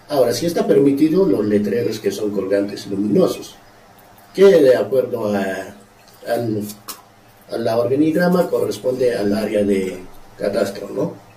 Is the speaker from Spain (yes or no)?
no; Challhuahuacho, Apurímac, Peru; como cotabamino, como chalobochino, quiero a mi pueblo también